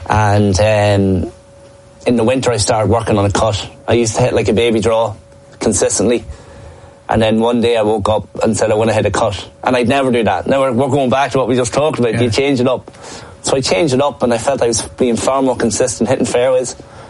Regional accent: Dundalk, Leinster, Ireland; You said I'm from Dundalk. I'm from Loud Village. Okay. It's a very, very small community. And it's an extremely supportive village.

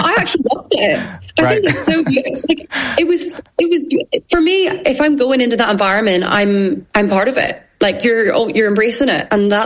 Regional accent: Ireland; as an Irish person

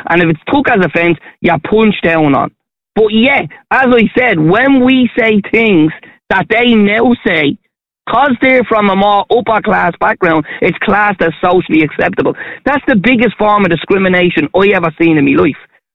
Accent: Ireland; We're Irish. We're proud to be Irish

